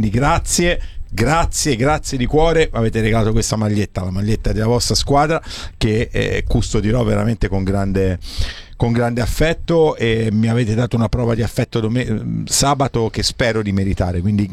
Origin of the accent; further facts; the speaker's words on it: Livorno, Tuscany, Italy; io dico sempre, sono un livornese un po' atipico